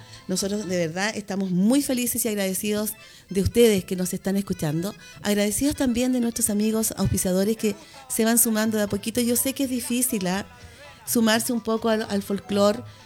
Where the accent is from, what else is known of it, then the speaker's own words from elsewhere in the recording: Chile; si somos chilenos todo el año.